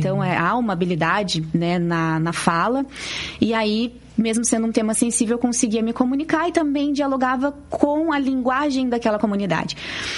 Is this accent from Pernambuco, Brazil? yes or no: no; Curitiba, Paraná, Brazil; né, aqui em Curitiba, na região sul, lá na regional do Boqueirão, né, onde eu fui criada